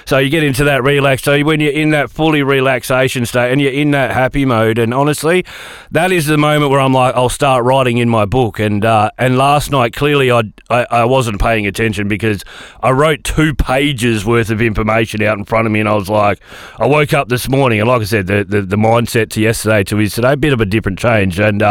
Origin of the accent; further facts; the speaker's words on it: Collie, Western Australia, Australia; moved away; born in 1979, so long before technology was around. I grew up in Collie, which is right down south from here, and people may know of it. It's out of Bunbury. Southwest is where I grew up. Collie's like a town in a crater. If you could say that, it's a lot of valleys and hills around it.